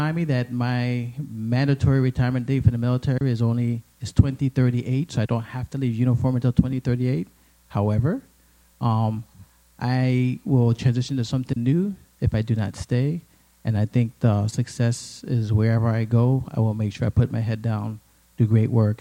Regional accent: U.S. Virgin Islands; my hometown, the place that I grew up

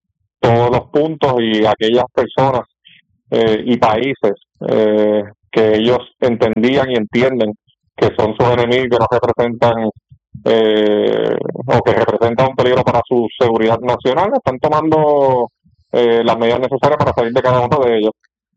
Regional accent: Puerto Rico

